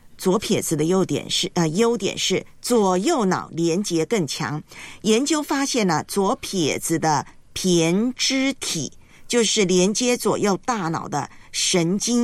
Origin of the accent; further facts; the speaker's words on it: Taiwan; moved away; 在老家台湾就很喜欢看棒球比赛，我从小都是看着棒球比赛长大的。